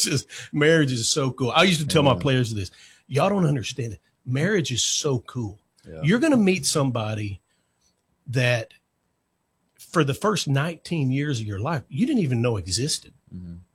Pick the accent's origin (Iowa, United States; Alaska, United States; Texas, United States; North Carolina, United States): Texas, United States; Vernon; I grew up in Vernon, Texas. That's kind of north central Texas, pretty close to Wichita Falls.